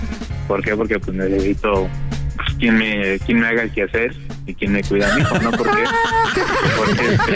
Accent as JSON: {"language": "Spanish", "town": "Chimalhuacán", "region": "State of Mexico", "country": "Mexico", "tie": "born or raised there", "moved": "as an adult", "lives_now": "Guadalajara, Mexico", "said": "Yo también soy nativo de allá de Chimal, pero pues por cuestiones de chamba, pues ando por acá"}